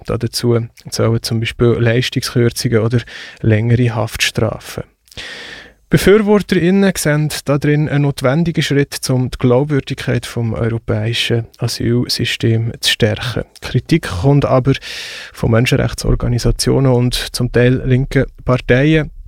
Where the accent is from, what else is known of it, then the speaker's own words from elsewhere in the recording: Switzerland; wo wir auch hier bei uns in der Schweiz erleben.